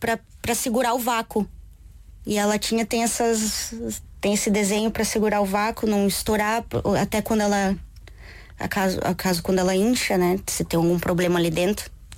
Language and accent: Portuguese; Brazil; moved away as an adult; also born or lived in São Paulo (state) / Paraná; now in Portugal; eu venho do Paraná, é um tipo de cultura, mas cresci no interior, que aí é outro tipo de cultura